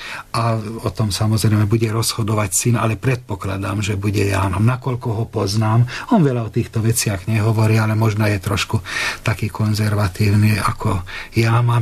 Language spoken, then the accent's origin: Slovak; Kesztölc, Komárom-Esztergom, Hungary; Pravda, ešte vtedy boli latinské bohoslužby v katolíckych kostoloch, teda ako aj u nás v Kestúci, však Pilíž je katolícky.